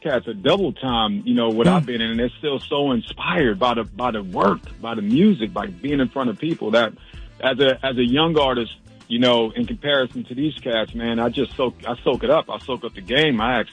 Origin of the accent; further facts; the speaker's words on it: New York, United States; My tenacity, I'm a New Yorker, my tenacity is, I'm relentless.